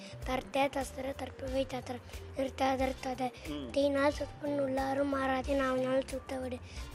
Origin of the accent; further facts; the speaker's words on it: Pallipalayam, Tamil Nadu, India; ஓடத்தாடு Pallipalayam.